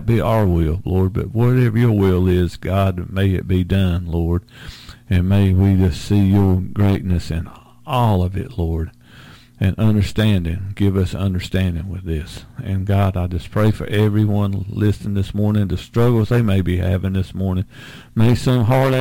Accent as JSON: {"language": "English", "area": "Sampson County", "region": "North Carolina", "country": "United States", "tie": "born or raised there", "said": "and I grew up right here in Sampson County"}